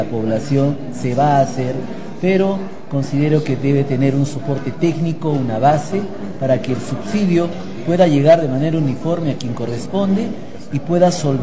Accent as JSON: {"language": "Spanish", "region": "Arequipa", "country": "Peru"}